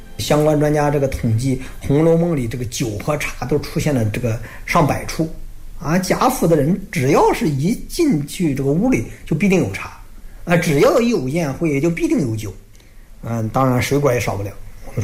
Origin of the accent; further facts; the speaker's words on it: China; 我们中国人